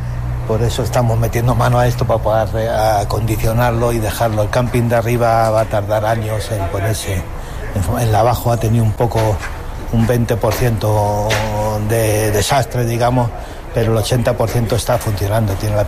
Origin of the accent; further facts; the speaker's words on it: Casillas, Castile and León, Spain; yo soy de Casillas, un pueblo que además han parado el fuego.